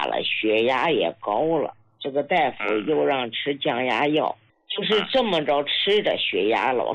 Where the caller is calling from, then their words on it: Hebei, China; 我是河北的。